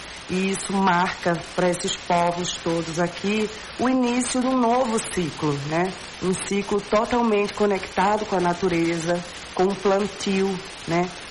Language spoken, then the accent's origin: Portuguese; Limoeiro, Pernambuco, Brazil; Eu sou de Limoeiro, então quem já foi para Limoeiro e gostou do forró de lá